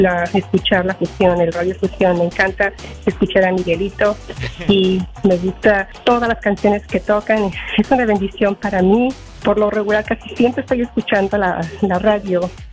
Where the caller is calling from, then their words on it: Gilmer, Texas, United States; Cheque de Gilmer.